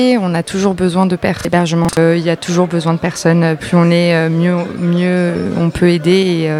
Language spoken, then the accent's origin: French; Calais, Hauts-de-France, France; je viens de Calais.